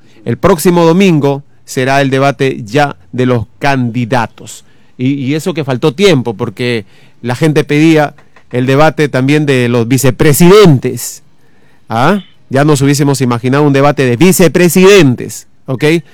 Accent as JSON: {"language": "Spanish", "country": "Peru"}